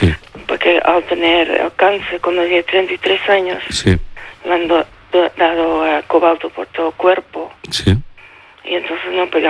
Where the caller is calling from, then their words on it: Barcelona, Catalonia, Spain; Y yo, claro, vivo en Barcelona.